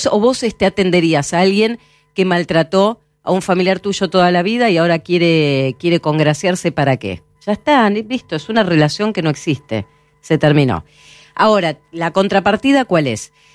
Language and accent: Spanish; Bernal, Buenos Aires Province, Argentina; also born or lived in Avellaneda; yo tuve toda mi adolescencia en el colegio en el ENSPA de Avellaneda y vivía en Bernal.